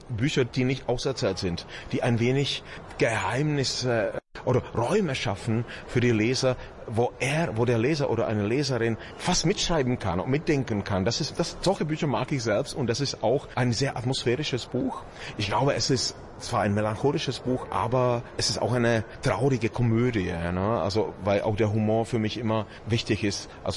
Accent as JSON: {"language": "German", "region": "Bohemia", "country": "Czechia"}